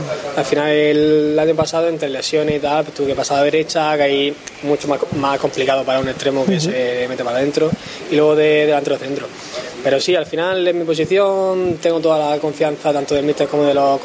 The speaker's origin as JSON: {"language": "Spanish", "town": "Murcia", "region": "Region of Murcia", "country": "Spain"}